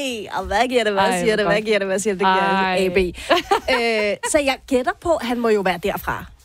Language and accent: Danish; Bagsværd, Capital Region of Denmark, Denmark; jeg er fra Bagsvær, og i Bagsvær har vi jo AB, Akademikernes Boldklub.